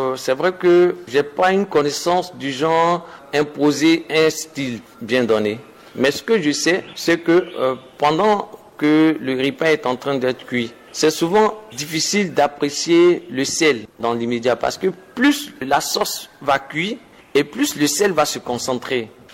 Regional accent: Côte d’Ivoire; Les Ivoiriens, on est beaucoup chaud.

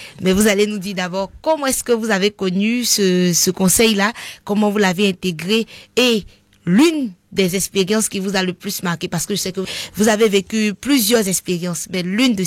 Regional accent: Côte d’Ivoire; Comme on le dit un peu chez nous en Côte d'Ivoire

